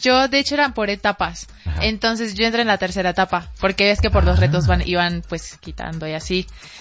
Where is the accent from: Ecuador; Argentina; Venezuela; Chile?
Venezuela; also born or lived in Colombia; now in Mexico; Yo soy de Venezuela.